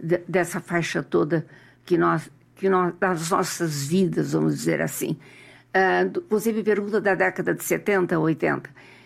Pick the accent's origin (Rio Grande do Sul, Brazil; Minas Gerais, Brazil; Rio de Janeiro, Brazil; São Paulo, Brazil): Rio Grande do Sul, Brazil; Pelotas; moved away; eu estava morando no Rio Grande do Sul, eu sou de Pelotas